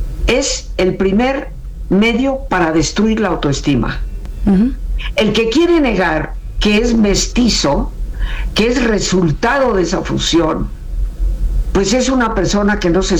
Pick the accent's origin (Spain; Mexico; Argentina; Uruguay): Mexico; Y como raza, como mexicanos, somos el resultado de esa fusión entre dos culturas, entre dos colores de piel, entre diferentes creencias que finalmente se fusionaron en una sola